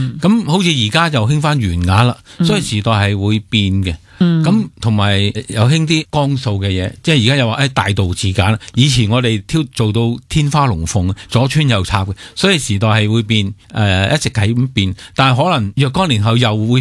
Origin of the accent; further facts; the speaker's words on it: Hong Kong; 我哋系香港人